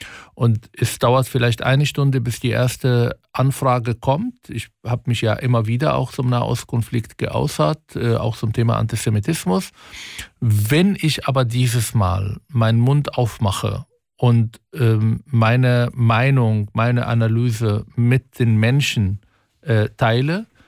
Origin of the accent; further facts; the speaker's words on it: Palestine; Das Einfachste für mich als Palästinenser wäre, nach dem 7. Oktober mit den Pro-Palästinenser in Neukölln auf der Straße zu gehen.